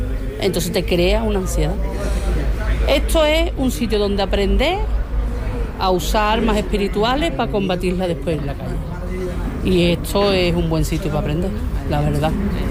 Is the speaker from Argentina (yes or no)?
no; Cádiz, Andalusia, Spain; now in Carmona, Spain; Entonces yo dije, pues me voy, porque yo soy de Cádiz, yo no soy de aquí. Entonces yo le dije a mi marido, mira, nos vamos para Carmona.